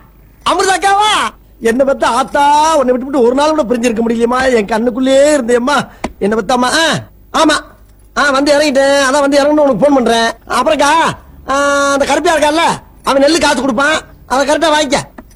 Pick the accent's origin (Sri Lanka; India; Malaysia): India; Kanadukathan, Tamil Nadu; காரக்குடி பக்கத்துல காணாடு காத்தா.